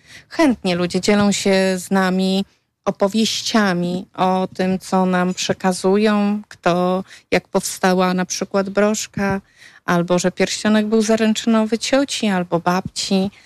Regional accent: Warsaw, Masovian Voivodeship, Poland; pochodzę z Warszawy.

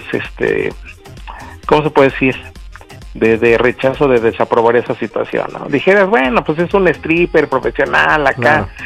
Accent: Mexico City, Mexico; Soy de la Ciudad de México y tengo 39 años.

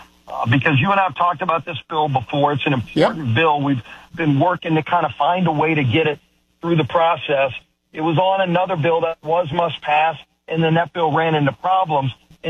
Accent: New Orleans, Louisiana, United States; I mean, look, I come from New Orleans.

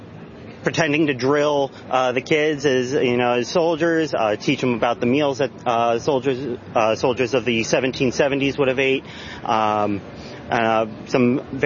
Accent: Milton, Pennsylvania, United States; now in Carlisle, United States; I am from Carlisle, Pennsylvania. Well, I live in Carlisle, Pennsylvania. I'm originally from Milton, Pennsylvania.

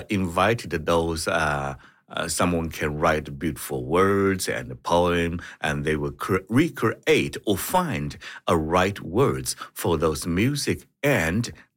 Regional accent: China; English is a second language; now in Canada; Originally, I'm come from China.

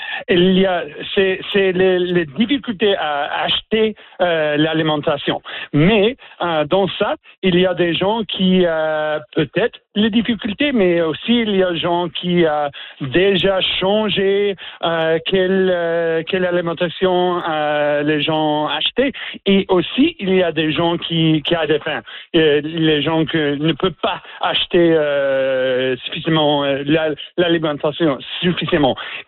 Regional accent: Newfoundland and Labrador, Canada; French is a second language; mais aussi il y a dans les provinces, par exemple, chez moi, en Terre-Neuve-et-Labrador, il y a un peu plus de programmes

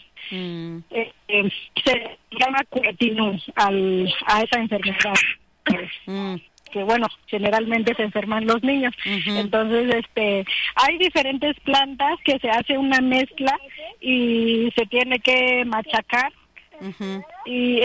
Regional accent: Mixteca, Mexico; Somos de la Mixteca y vivimos en este espacio

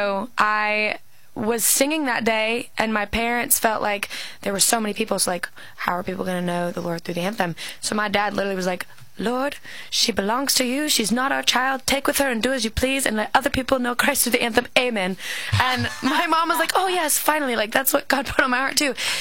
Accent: Texas, United States; My mom, I'm from Texas originally, and so

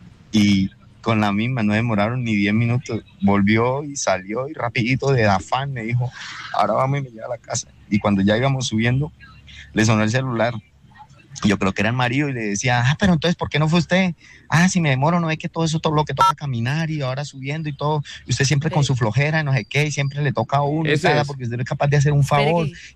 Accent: Bucaramanga, Santander, Colombia; Bucaramanga.

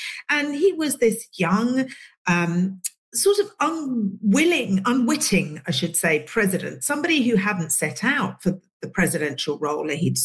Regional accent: England, United Kingdom; And of course, Princess Diana was on the screen when me and Asma were young girls growing up in England.

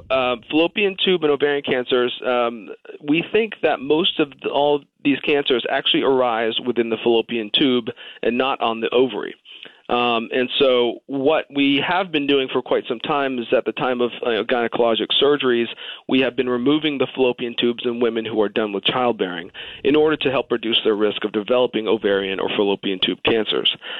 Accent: Boston, Massachusetts, United States; moved away as an adult; now in Wilton, Connecticut, United States; I grew up in the Northeast. I'm from the Boston area, so not too far away.

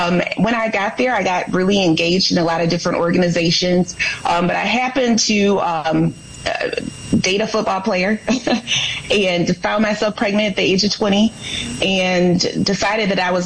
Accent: Muskegon, Michigan, United States; also born or lived in Norton Shores, Michigan; So I am born and raised in Muskegon, Michigan. I actually happen to be the only person that lives in West Michigan that is on the statewide ballot this year

